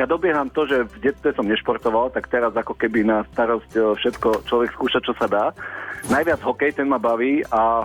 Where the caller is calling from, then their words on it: Mojmírovce, Nitra Region, Slovakia; Mojmirovce, pri Nitre.